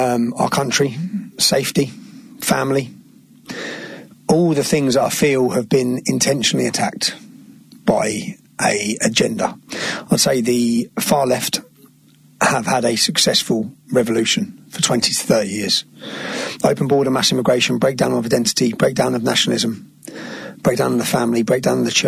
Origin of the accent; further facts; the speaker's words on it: Luton, East of England, United Kingdom; my duty as an Englishman, as a father, to hand down a safe and prosperous Britain to the next generation. Obviously, I'm from a town called Luton, which is 30 miles north of where we are now.